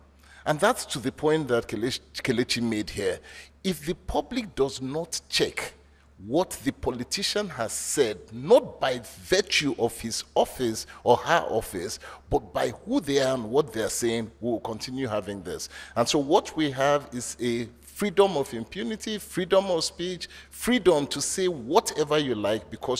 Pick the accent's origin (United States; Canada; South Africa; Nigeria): Nigeria; I have opened offices in many countries as a Nigerian